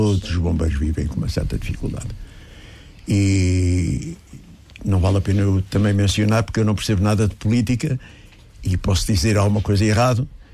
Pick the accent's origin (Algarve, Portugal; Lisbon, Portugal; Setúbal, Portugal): Lisbon, Portugal; E morava na Rua do Duque, morei até casar. Portanto, eu sou alfacinha de gema.